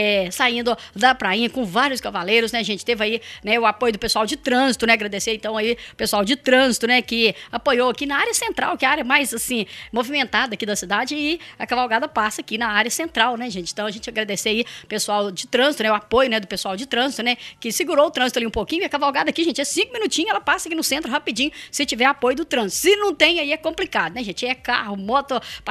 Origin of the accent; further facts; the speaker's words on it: Carmo do Cajuru, Minas Gerais, Brazil; Eu falei, não, sou de Cajuru.